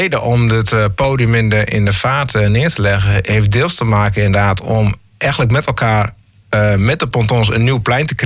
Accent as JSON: {"language": "Dutch", "town": "Assen", "region": "Drenthe", "country": "Netherlands", "said": "ik kom uit Assen, oh, dat is toch met de TT."}